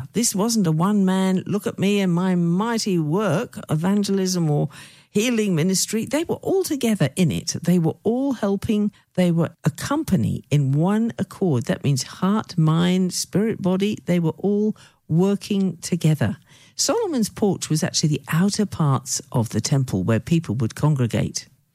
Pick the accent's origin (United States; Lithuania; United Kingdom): United Kingdom; I remember growing up in the United Kingdom, I might have mentioned this before, huge impact on me.